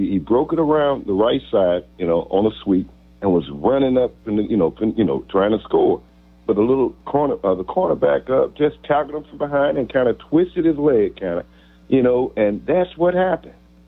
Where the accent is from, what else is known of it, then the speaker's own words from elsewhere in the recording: St. Louis, Missouri, United States; back in the day, man, I grew up in St. Louis